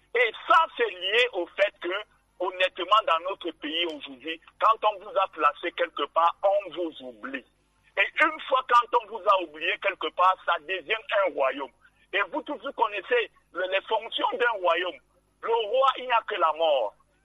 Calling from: Centre, Cameroon; Moi, je suis de Bokaga où le goudron s'arrête. Quand vous partez de Bafia pour Bokito, le goudron s'arrête net à la minute, à la limite de mon village.

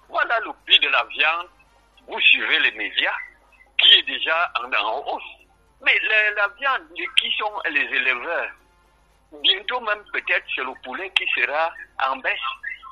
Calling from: Cameroon; au Cameroun, comme je suis Camerounais

